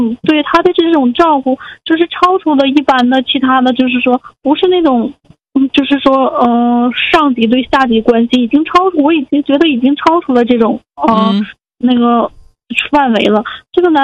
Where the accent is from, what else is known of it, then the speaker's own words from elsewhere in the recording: Changchun, Jilin, China; moved away as an adult; now in Hangzhou, China; 我家是东北的，我是吉林长春人，我今年26岁，